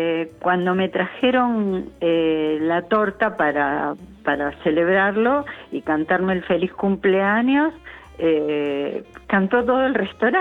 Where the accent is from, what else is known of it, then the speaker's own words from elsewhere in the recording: Lanús, Buenos Aires Province, Argentina; born there; Porque yo nací en casa, nací en Lanús, pero en mi casa.